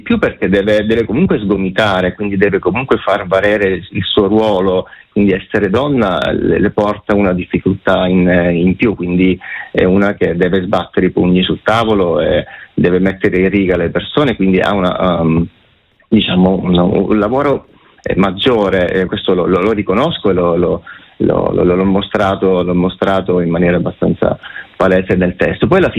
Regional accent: Calabria, Italy; la mia terra, la Calabria

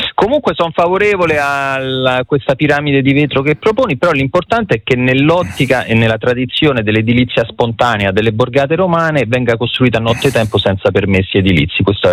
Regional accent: Rome, Lazio, Italy

